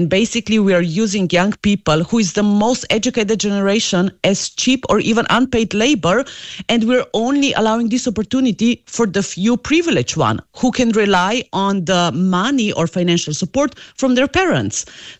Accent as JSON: {"language": "English", "country": "Slovenia", "said": "Look, I'm coming from Slovenia. In Slovenia, we banned unpaid internships in 2014."}